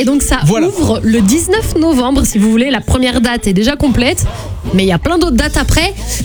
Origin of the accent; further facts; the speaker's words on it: France